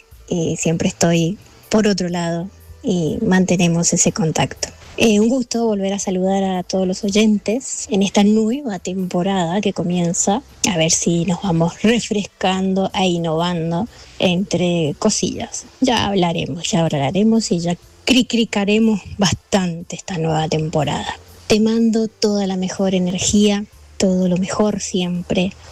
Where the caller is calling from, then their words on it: Seville, Andalusia, Spain; de Sevilla.